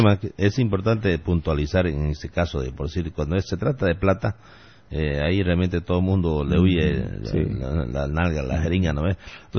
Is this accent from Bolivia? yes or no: yes; Santa Cruz de la Sierra, Santa Cruz, Bolivia; de años que nosotros vivimos y nacimos aquí en Santa Cruz